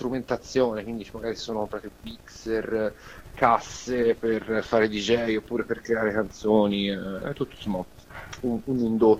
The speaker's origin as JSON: {"language": "Italian", "town": "Montemurlo", "region": "Tuscany", "country": "Italy", "said": "io sono di Prato, nello specifico Montemurlo"}